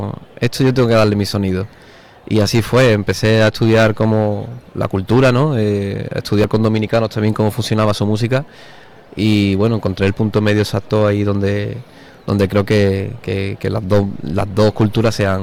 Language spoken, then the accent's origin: Spanish; Cádiz, Andalusia, Spain; todos los que somos de Cádiz